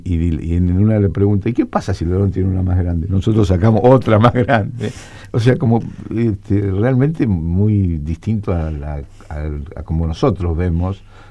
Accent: Argentina

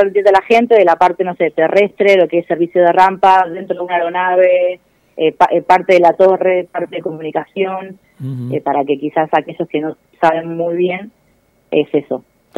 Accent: Santa Fe, Argentina; now in Mendoza, Argentina; Sí, en Mendoza. Somos, por ejemplo, soy la única santafesina, la única argentina

